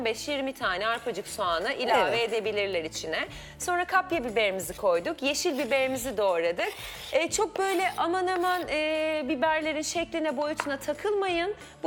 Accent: Aydın, Turkey; moved away; memleketim diye söylemiyorum ama incir diyarı yani. Hem, Aydın'ın inciri meşhurdur.

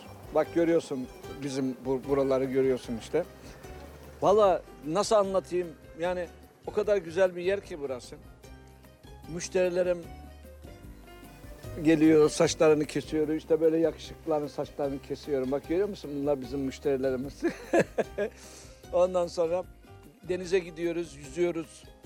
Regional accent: Rize, Turkey; Ben Rizeliyim.

